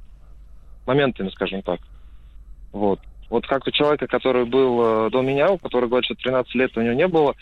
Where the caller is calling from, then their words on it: Sochi, Krasnodar Krai, Russia; 26 лет, вот я из Сочи